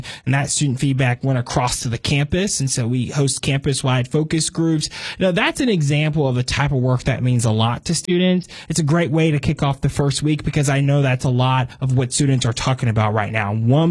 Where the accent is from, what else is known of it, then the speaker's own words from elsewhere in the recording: Cincinnati, Ohio, United States; now in Fort Mill, United States; From Cincinnati, Ohio, but now live on the border of Charlotte in Fort Mill, South Carolina